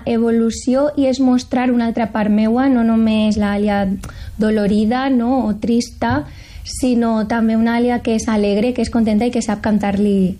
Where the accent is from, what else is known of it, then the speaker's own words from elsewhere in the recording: Paiporta, Valencian Community, Spain; en el meu poble, en Paiporta